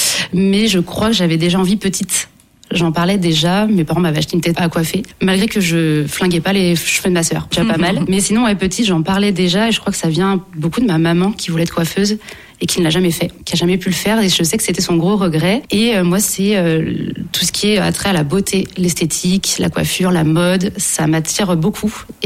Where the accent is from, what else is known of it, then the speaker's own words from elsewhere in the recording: Auvergne-Rhône-Alpes, France; j'ai 31 ans, je suis maman aussi, je viens du Beaujolais. Alors puis une pure souche.